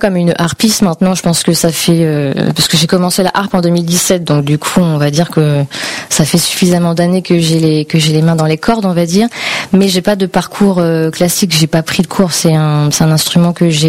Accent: Île-de-France, France; born there; Moi, je suis née en Île-de-France dans le 94. Mais vu qu'on a beaucoup déménagé de par le métier de mon papa, mes racines et mes ressources, ça a toujours été là-bas.

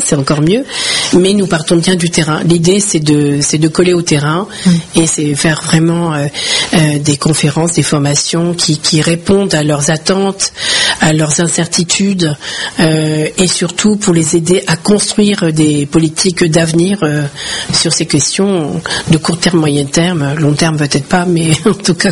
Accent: France; nous sommes Français avant tout.

